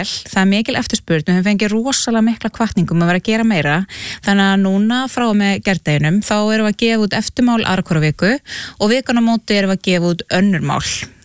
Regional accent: Flúðir, Southern Region, Iceland; ég nú alveg upp á Flúðum til dæmis og það var, svona í minni æsku, það var í raun og veru ekkert þangað að sækja.

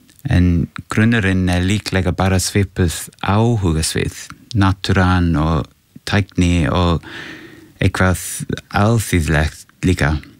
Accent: England, United Kingdom; moved away as an adult; now in Iceland; Ég ólst upp á Englandi en ég hef búið á Íslandi síðustu tíu ár.

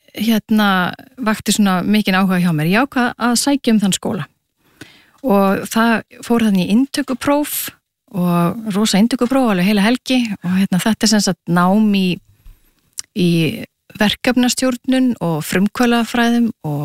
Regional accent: Reykjavík, Capital Region, Iceland; já, ég er reykvíkingur og er sem sagt alinn upp í hérna í Laugardalinn, eða í hverjunni við Laugardalinn og hérna og var í Langholtsskóla.

